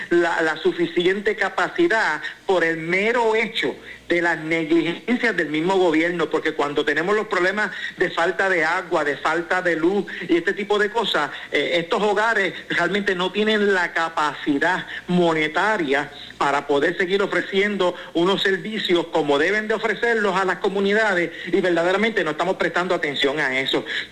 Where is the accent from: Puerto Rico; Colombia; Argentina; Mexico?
Puerto Rico; a nosotros como puertorriqueños